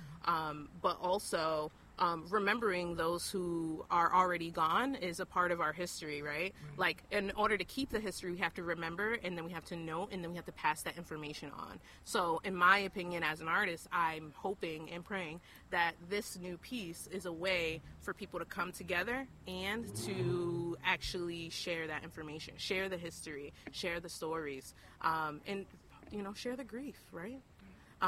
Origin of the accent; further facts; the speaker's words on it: Albany, United States; I've been an artsy girl. I'm also from Albany. I grew up here.